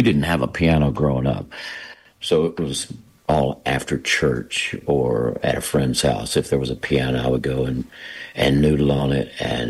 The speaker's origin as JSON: {"language": "English", "town": "Magnolia", "region": "Arkansas", "country": "United States", "tie": "born or raised there", "also_born_or_lived": "Jonesboro, Arkansas", "moved": "as an adult"}